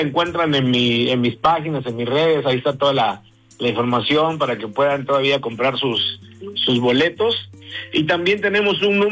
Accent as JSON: {"language": "Spanish", "region": "Chiapas", "country": "Mexico", "said": "allá en Chiapas, que es de donde yo soy."}